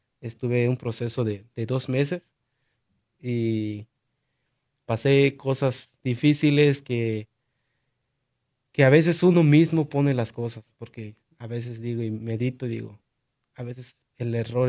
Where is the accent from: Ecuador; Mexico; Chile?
Mexico; Chiapas; yo, como decía, soy ahorita originario de Chiapas, México, pero nuestras raíces vienen desde Guatemala.